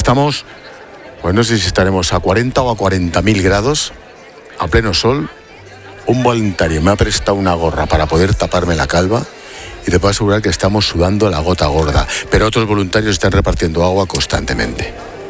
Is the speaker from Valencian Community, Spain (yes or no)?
no; Madrid, Community of Madrid, Spain; para los que somos de barrio de Madrid, en el Cerro de la Mica.